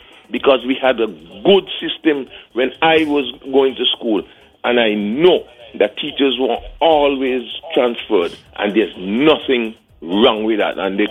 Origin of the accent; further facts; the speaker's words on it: Montserrat; I was born in Montserrat. Last time I checked my passport, he said born in Montserrat.